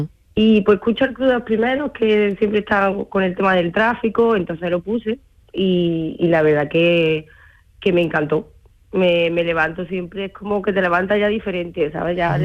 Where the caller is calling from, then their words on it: Córdoba, Andalusia, Spain; estoy en Córdoba, Córdoba capital.